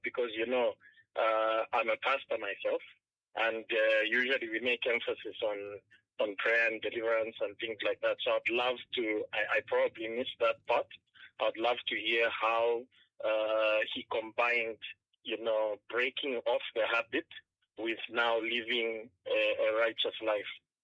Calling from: Kitwe, Copperbelt, Zambia; I'm calling you from Kitwe.

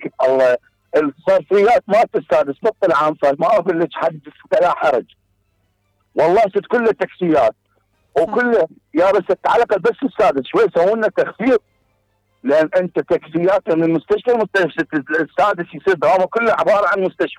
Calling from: Iraq; احنا كعراقيين

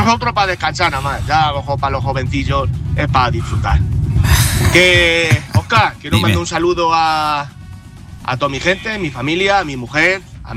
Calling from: Castilla-La Mancha, Spain; aquí de la Mancha Manchega.

